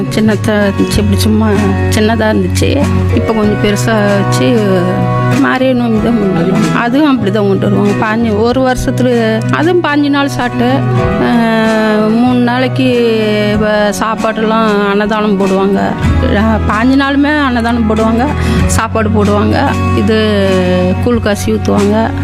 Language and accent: Tamil; Pazhaya Soramangalam, Tamil Nadu, India; நான் வந்து இங்கே 52 வருஷமாக நான் பிறந்து வளர்ந்து நான் அங்கே உள்ளே இருக்கிறேன். பெரிய தெருவுக்குள்ள இருப்பதான் அங்கே வந்து 15 வருஷம் ஆகுது. 5 மாதம் ஆகுது இங்கே குடி வந்து.